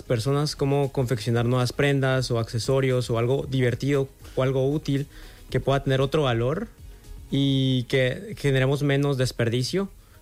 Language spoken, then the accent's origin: Spanish; Guatemala; Yo soy de Guatemala, tengo esta marca que se llama Defense